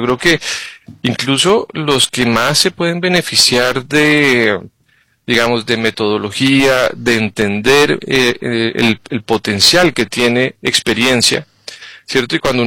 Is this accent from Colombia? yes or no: yes; Colombia; moved away as an adult; also born or lived in Costa Rica / Madrid; Entonces, soy colombiano originalmente, llegué a Costa Rica en el 2000 con Procter & Gamble, ¿cierto? Y he tenido la oportunidad de vivir en muchos lugares, ¿no? En Madrid, ¿cierto?